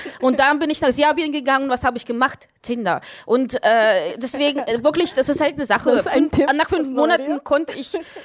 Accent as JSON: {"language": "German", "country": "Ukraine", "second_language": "German", "said": "Entschuldigung, ich komme aus der Ukraine."}